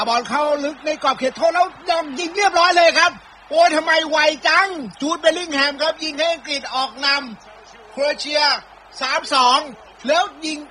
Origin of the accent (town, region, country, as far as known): Bangkok, Thailand; born there